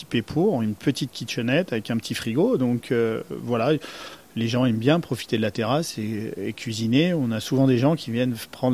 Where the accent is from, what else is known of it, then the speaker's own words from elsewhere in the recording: Saint-Jean-d'Aulps, Auvergne-Rhône-Alpes, France; Je suis originaire de Saint-Jean-d'Eau. Mes parents, mes grands-parents étaient ici aussi sur place. Et je suis fils et petit-fils de commerçants.